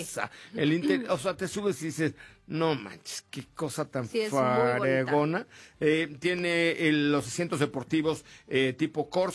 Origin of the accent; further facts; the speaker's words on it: Mexico City, Mexico; born there; italiano sí porque nací en la colonia Roma y soy inglés porque nací en la clínica Londres.